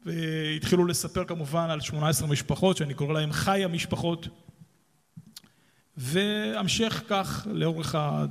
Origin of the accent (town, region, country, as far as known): Bat Yam, Tel Aviv District, Israel; born there; also born or lived in Ashkelon / Georgia